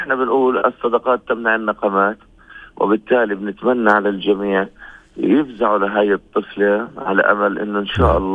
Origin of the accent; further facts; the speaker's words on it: southern West Bank, Palestine; إحنا يعني بالجنوب